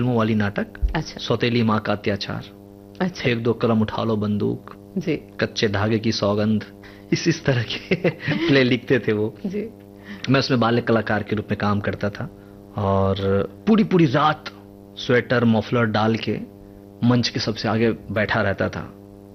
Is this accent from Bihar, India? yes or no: yes; Bihar, India; चूंकि मैं बिहार से हूं तो मेरे यहाँ छठ, दिवाली, दशहरा ये सब बहुत धूमधाम से होता है।